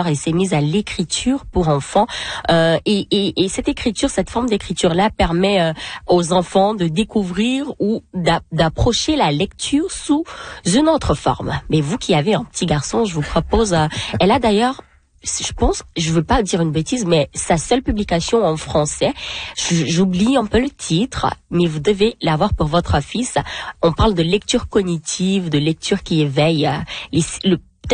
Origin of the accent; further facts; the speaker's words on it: Cameroon; Mais quand quelqu'un n'a pas bon cœur et que quelqu'un est méchant, chez nous au Cameroun, on dit « tu as le noir cœur ».